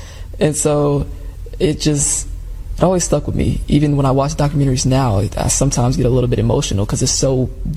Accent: Chicago, Illinois, United States; Growing up in Chicago, sometimes I would look at our skyscrapers and think, are we next?

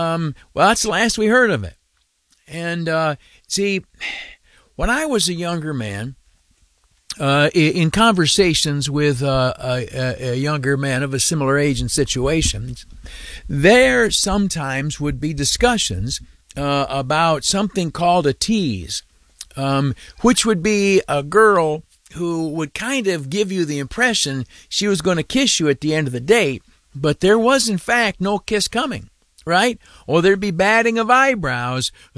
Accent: United States; as one American

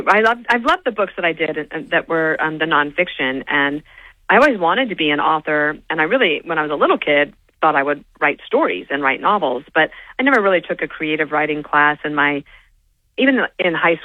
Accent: United States; born there; also born or lived in Colorado; When I was very young and I was growing up in Wyoming and Colorado

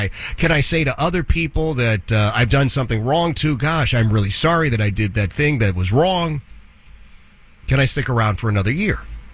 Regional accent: Philadelphia, Pennsylvania, United States; Philadelphia, my hometown.

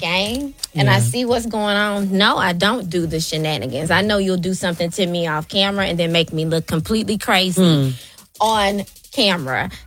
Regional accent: Memphis, Tennessee, United States

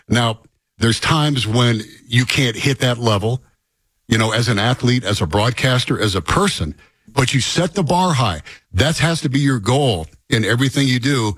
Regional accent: Rust Belt, United States; And I grew up in the Rust Belt blue-collar mentality.

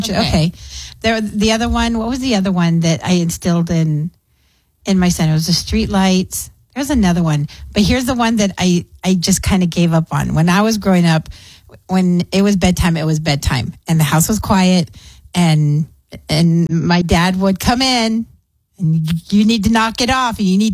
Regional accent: Clint, Texas, United States; Growing up in Clint and, you know, just running around in the fields and on the dirt roads

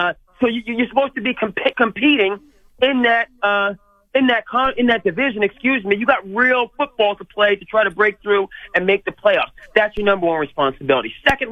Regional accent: New Jersey, United States; I'm from New Jersey, so I grew up. I'm not Italian

